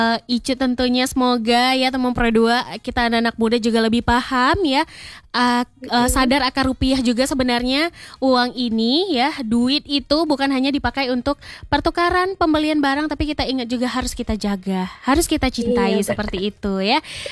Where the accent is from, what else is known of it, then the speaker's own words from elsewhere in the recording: Bireuen, Aceh, Indonesia; Karena dia orang Birin, aku juga orang Birin ya.